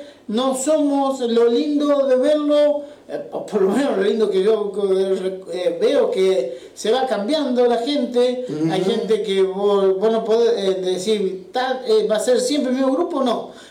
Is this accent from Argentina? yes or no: yes; San Justo, Argentina; born there